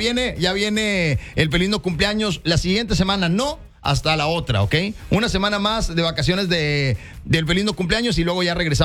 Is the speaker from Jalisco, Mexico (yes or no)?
no; Tamaulipas, Mexico; Pues soy muy tamaulipeca, vete para allá.